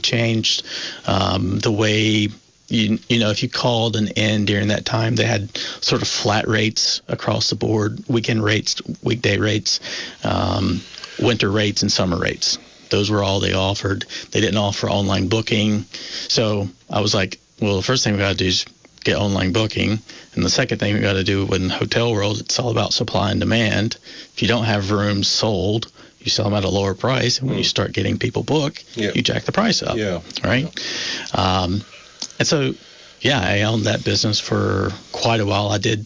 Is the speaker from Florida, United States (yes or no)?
no; North Carolina, United States; moved away as an adult; now in Vermont, United States; it's not much different than the area I grew up in North Carolina.